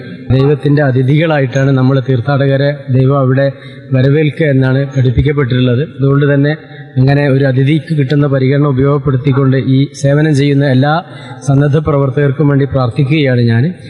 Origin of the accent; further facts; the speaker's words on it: Chelembra, Kerala, India; നമസ്കാരം, ഞാൻ മലപ്പുറം സ്വദേശിയാണ്. മലപ്പുറം ജില്ലയിലെ ചേലേമ്പ്ര ഗ്രാമപഞ്ചായത്തിൽ പ്രദേശത്തു നിന്ന് വരുന്ന ഒരു തീർത്ഥാടകനാണ് ഞാൻ.